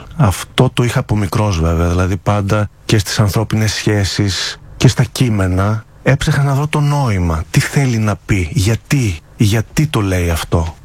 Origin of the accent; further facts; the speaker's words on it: Kompoti, Epirus, Greece; born there; also born or lived in Menidi, Aetolia-Acarnania; Γεννήθηκα στο Κομπότι Άρτας. Είναι ένα χωριό γύρω στα 6-7 χιλιόμετρα πριν από την Άρτα. Τα πρώτα μου σχολικά χρόνια ήταν σε ένα άλλο χωριουδάκι δίπλα στο Κομπότι